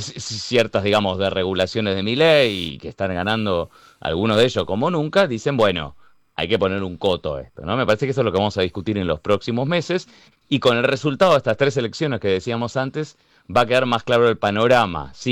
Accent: Argentina

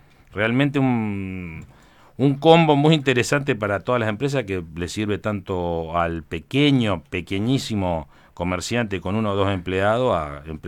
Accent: Río Negro, Argentina; vos sabés que yo soy de allí, del Valle Medio, Río Negro, sí.

